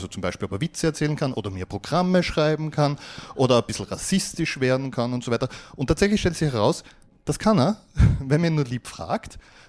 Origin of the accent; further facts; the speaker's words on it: Graz, Styria, Austria; Ja, hallihallo … ich komme aus Graz.